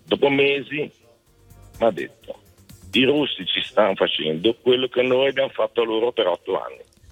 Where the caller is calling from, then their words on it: Lugano, Ticino, Switzerland; Siamo da Lugano, buongiorno.